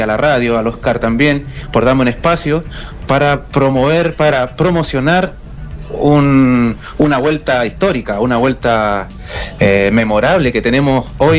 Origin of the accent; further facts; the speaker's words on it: Antofagasta, Chile; born there; now in Valparaíso, Chile; Ya más de 20 años aquí en Valparaíso. Yo soy natal de Antofagasta.